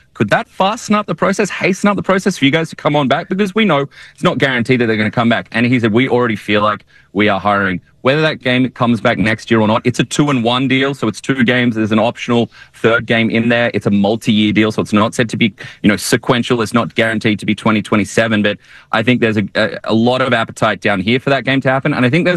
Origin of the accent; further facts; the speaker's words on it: Sydney, New South Wales, Australia; I'm not a Melburnian. I come from New South Wales. I'm a Sydney sider, true and true.